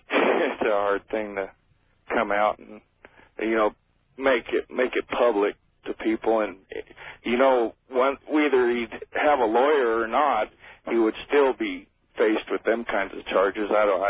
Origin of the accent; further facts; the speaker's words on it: Minnesota, United States; now in Cheyenne, United States; But I'm originally from Minnesota, northern Minnesota.